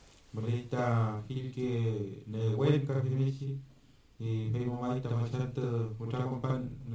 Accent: San Juan de la Costa, Los Lagos, Chile; soy machi de San Juan de la Costa, Osorno.

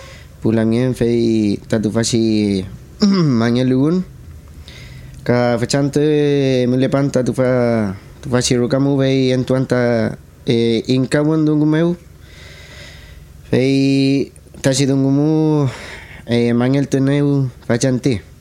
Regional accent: Penco, Biobío, Chile; born or raised there

